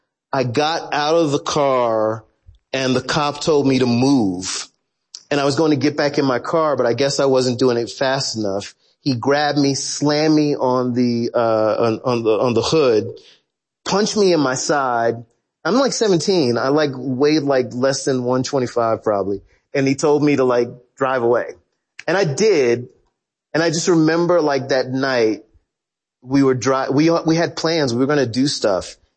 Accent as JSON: {"language": "English", "region": "the South", "country": "United States", "tie": "born or raised there", "said": "as a young black kid growing up in the South"}